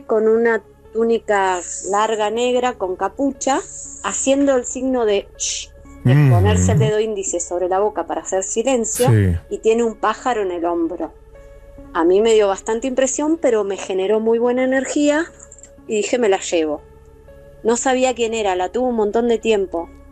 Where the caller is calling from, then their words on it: Capilla del Señor, Buenos Aires, Argentina; soy de Capilla y hay mucha necesidad